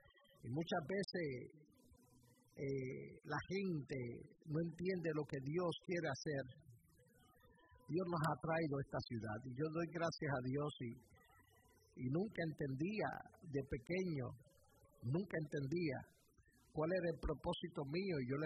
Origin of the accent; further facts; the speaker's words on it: Puerto Rico; also born or lived in New York; Pero yo había nacido en Nueva York, y eso en Puerto Rico no necesariamente era algo bueno.